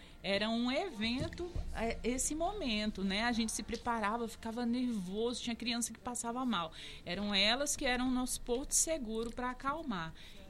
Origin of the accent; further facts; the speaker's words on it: Alta Floresta d'Oeste, Rondônia, Brazil; now in Cacoal, Brazil; Eu não sou de Cacoal, eu fui catequizada no município chamado Alta Floresta, aqui perto